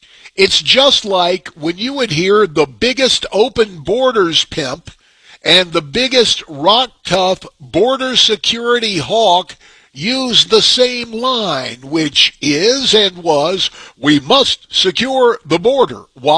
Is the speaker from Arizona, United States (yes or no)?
yes; Arizona, United States; my home state of Arizona